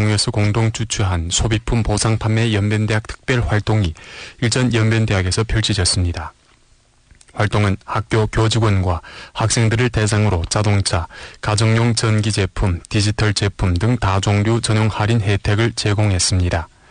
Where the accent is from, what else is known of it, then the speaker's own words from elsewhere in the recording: Helong, Jilin, China; 저는 화룡 사람입니다. 대학을 졸업하고 나서 큰 도시로 가지 않고 화룡에 돌아와 윤동먹업연회사에 입사해 마음 편히 출근했습니다.